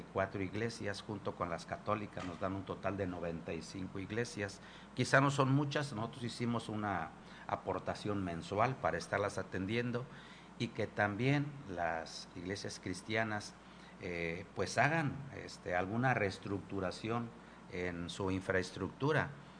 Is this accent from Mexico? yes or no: yes; San José de las Flores, Mexico; nací en San José de las Flores, ya hace muchos años. Crecí en San José de las Flores, sigo viviendo en San José de las Flores